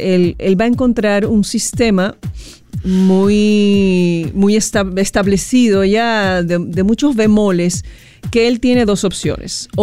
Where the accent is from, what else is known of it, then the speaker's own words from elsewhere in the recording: Dominican Republic; Porque tú sabes cómo somos los dominicanos.